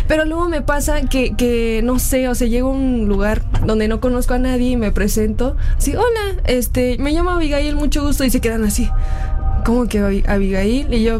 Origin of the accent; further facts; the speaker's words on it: Mexico; born there; also born or lived in South Korea; creo que por el tiempo que llevo aquí y la cultura que he tenido socialmente hablando, o sea, con la gente con la que he crecido, sí me siento más mexicana que coreana